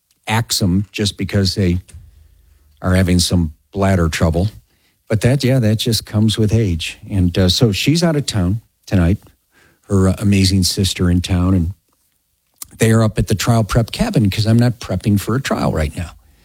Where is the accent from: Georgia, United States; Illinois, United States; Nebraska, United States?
Illinois, United States; Chicago; Yeah, and nobody ever even referenced it. I mean, all the years growing up on Colon, there was never one wisecrack, one anything.